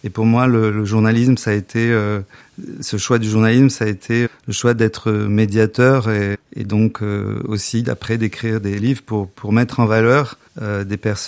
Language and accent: French; Algeria; moved away; En fait, je suis né en Algérie après l'indépendance, dans une famille qui était en Algérie depuis 6 générations et qui a choisi de rester après l'indépendance.